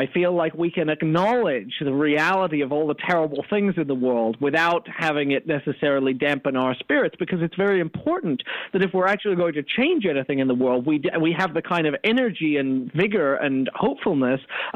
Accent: Sarasota, Florida, United States; I grew up in Sarasota, Florida

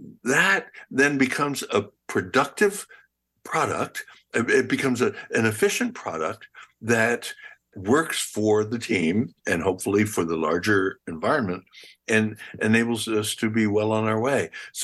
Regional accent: United States; One of the things that I love about being an American and think we should be so proud of is that we tend to form teams.

